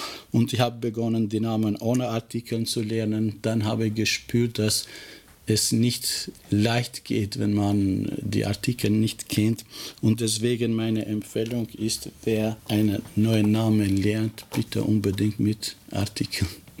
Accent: Kosovo; first language Albanian; German is a second language; now in Germany; Ich bin Albaner, ich komme aus Kosovo.

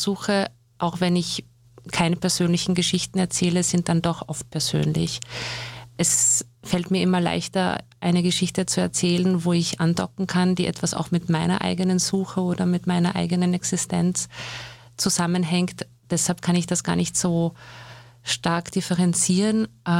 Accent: Upper Austria, Austria; Ein Stück weit schon, natürlich, weil einfach sehr die prägendsten Jahre meines Lebens hier verbracht wurden und das ist halt doch von 6 bis 18

